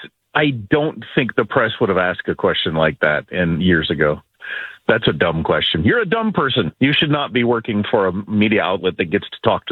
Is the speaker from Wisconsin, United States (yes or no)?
yes; Wisconsin, United States; Part of everybody being so happy is probably because you grew up in Chicago and I grew up in Wisconsin.